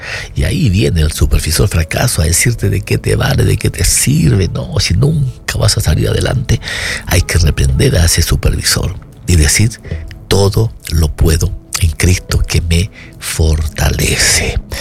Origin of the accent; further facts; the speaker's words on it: Chile; como decimos en Chile.